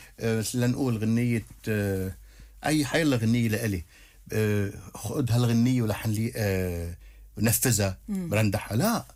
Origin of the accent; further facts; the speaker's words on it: Achkout, Keserwan-Jbeil, Lebanon; الحب ما بيموت. ضيعتنا عشقوت.